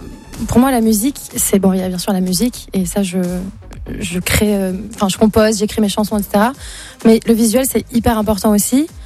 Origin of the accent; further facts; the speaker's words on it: Nice, Provence-Alpes-Côte d'Azur, France; je suis niçoise